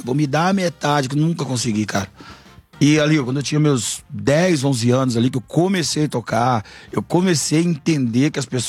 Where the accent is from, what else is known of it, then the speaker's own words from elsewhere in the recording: Brasília, Federal District, Brazil; born there; E eu nasci em Brasília, mas a família inteira tá plantada ali entre Brasília e Goiânia.